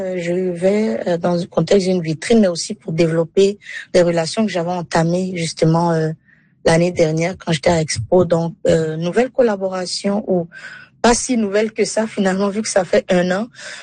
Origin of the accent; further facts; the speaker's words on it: Côte d’Ivoire; born there; Donc, moi, je suis née en Côte d'Ivoire, originaire, qui est l'Afrique de l'Ouest.